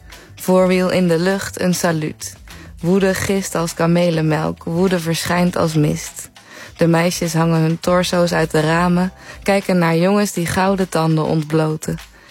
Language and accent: Dutch; 's-Hertogenbosch, North Brabant, Netherlands; Ik ben dus ook geboren in Den Bosch. Ja, we komen allebei uit Oeteldonk.